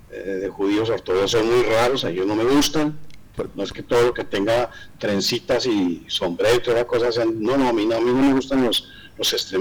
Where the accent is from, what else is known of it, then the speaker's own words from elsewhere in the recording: Colombia; No, yo soy colombiano.